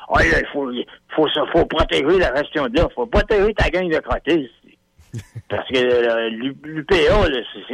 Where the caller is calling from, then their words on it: Montreal, Quebec, Canada; Moi, je suis à Montréal depuis des années, après que j'ai sorti de l'armée, en 77-78.